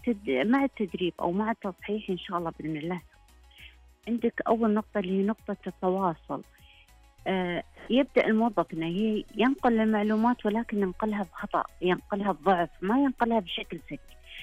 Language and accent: Arabic; Saudi Arabia; عندنا في المملكة العربية السعودية